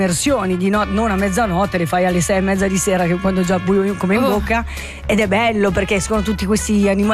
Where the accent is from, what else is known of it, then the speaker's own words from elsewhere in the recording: Biasca, Ticino, Switzerland; Sono proprio di Biasca.